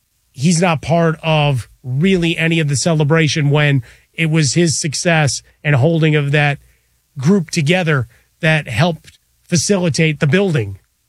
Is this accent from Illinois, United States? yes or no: yes; Chicago, Illinois, United States; And growing up in Chicago, right? Old Comiskey Park into new Comiskey Park.